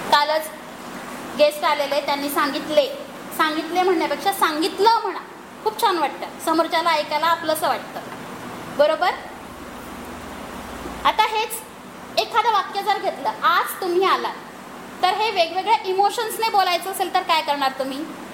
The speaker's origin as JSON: {"language": "Marathi", "town": "Jalgaon", "region": "Maharashtra", "country": "India", "said": "आपल्या जळगावकडे फार प्रॉब्लेम आहे. न चा न आणि ड चा अ चा ड."}